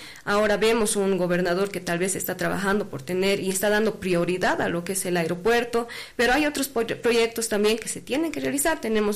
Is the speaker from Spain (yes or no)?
no; Bolivia; nos hacen quedar en mal como bolivianos.